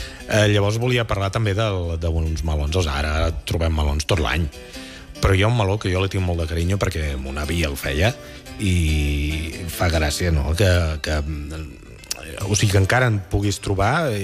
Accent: Catalonia, Spain; D'on soc jo originari, al Vallès, es feia bàsicament la blanca

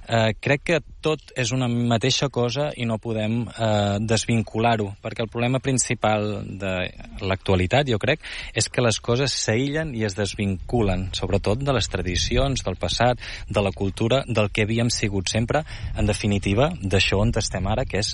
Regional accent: Girona, Catalonia, Spain; Jo soc de Girona, aquesta també és bona, i estic aquí a l'Albera visquent.

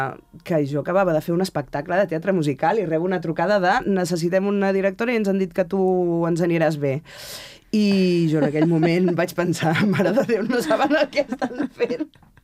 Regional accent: Sant Quirze del Vallès, Catalonia, Spain; jo soc gallega de Sant Quirze

